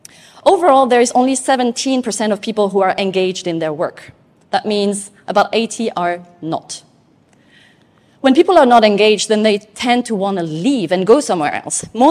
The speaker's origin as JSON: {"language": "English", "town": "Tahiti", "country": "French Polynesia", "tie": "born or raised there"}